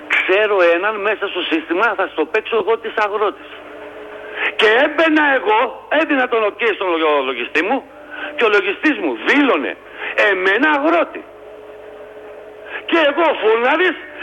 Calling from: Greece; εμείς σαν Έλληνες δεν είμαστε ρε παιδί μου αυτοί που είμαστε, είμαστε χάλια πολίτες

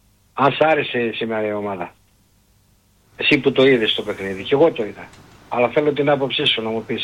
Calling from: Kozani, West Macedonia, Greece; Είμαι από Κοζάνη, βρίσκομαι στο Ναύπλιο.

